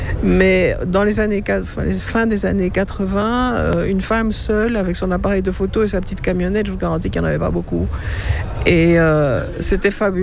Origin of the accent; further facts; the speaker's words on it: Belgium; born there; Alors, je suis née en Belgique, un petit peu par accident, je crois, parce qu'une très grande partie de ma famille est argentine.